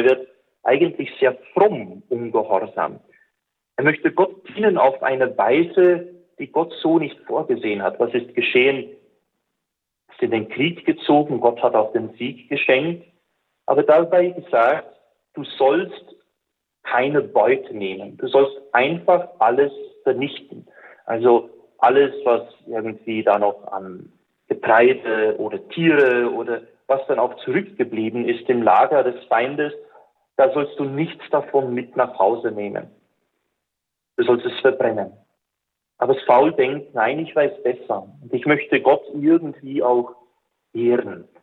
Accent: Belgium; German is a second language; Das Land, wo ich herkomme, Belgien, wurde 1990 als eines der ersten der europäischen Länder die Abtreibung legalisiert.

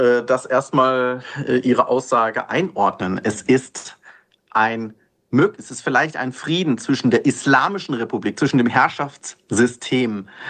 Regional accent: Iran; German is a second language; Wir wollen keine Muslime sein. Wir sind Iraner.

